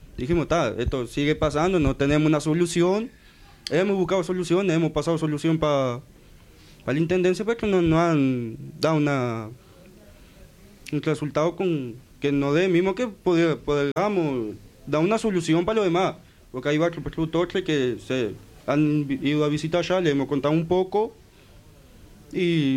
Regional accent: Melo, Cerro Largo, Uruguay; yo soy de Melo.

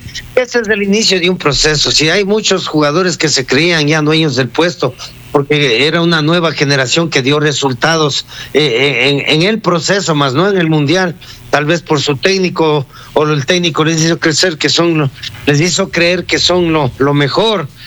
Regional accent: Ecuador

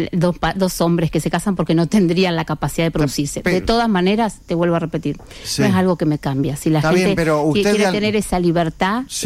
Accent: Colonia, Uruguay; nosotros somos de Colonia.

